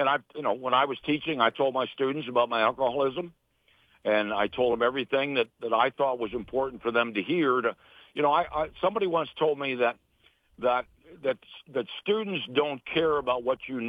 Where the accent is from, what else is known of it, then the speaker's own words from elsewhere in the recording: Rochester, New York, United States; And what I did was, because I was from Rochester, my brother's team wore pinstripes.